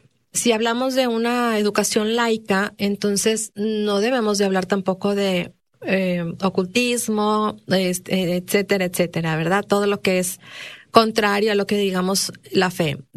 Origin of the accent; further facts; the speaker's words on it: Mexico; como mexicanos nos debemos de sentir orgullosos.